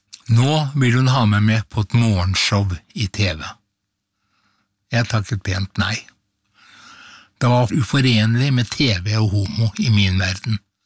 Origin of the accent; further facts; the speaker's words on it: Horten, Vestfold, Norway; moved away as an adult; now in Oslo, Norway; som mitt første stopp som florist og blomsterdekoratør da jeg kom fra Horten til hovedstaden på 70-tallet.